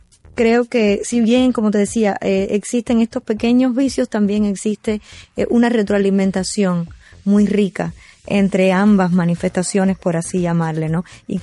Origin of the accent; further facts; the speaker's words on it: Cuba; Nuestra identidad cultural como cubanos está muy dada por esa mezcla de magia y fantasía con lo cotidiano.